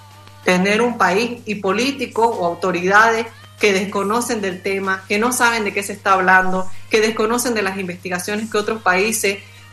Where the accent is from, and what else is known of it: Bolivia